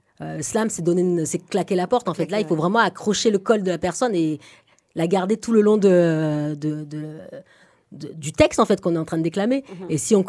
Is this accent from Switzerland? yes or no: no; Toulon, Provence-Alpes-Côte d'Azur, France; Je suis née à Sainte-Anne.